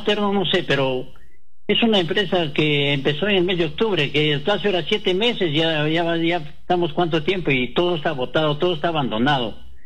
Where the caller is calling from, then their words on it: Peru; Estoy llamando de acá, del distrito de la Asunción